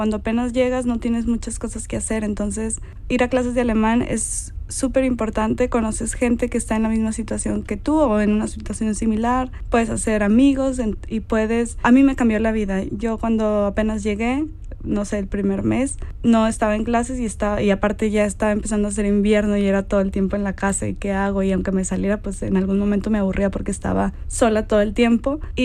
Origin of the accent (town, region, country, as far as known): Mexico; moved away as an adult; now in Switzerland